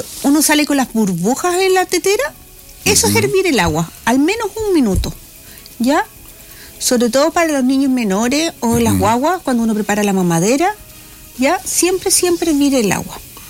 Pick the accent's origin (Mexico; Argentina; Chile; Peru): Chile; que seamos solidarios como chilenos